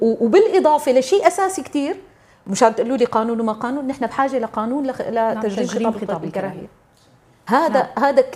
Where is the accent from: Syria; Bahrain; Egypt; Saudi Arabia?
Syria; نحن اليوم كسوريين هلا قبل شوي كنا عم نقول كلياته عم يشعر بالمظلوميه